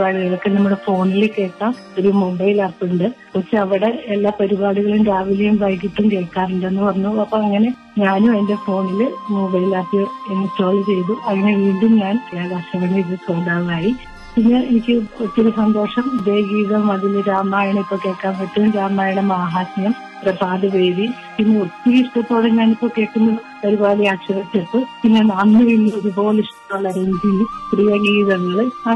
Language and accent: Malayalam; Pallippuram, Kerala, India; now in Palakkad, India; എന്റെ സ്വന്തം നാട് എന്നിട്ട് ആലപ്പുഴ ജില്ലയിലെ ചേർത്തലയ്ക്കടുത്ത് പള്ളിപ്പുറമാണ് എന്റെ നാട്.